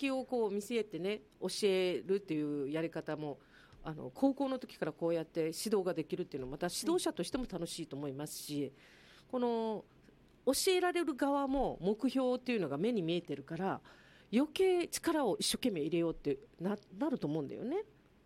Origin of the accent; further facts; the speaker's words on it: Okinawa, Japan; うちなんちゅう私1人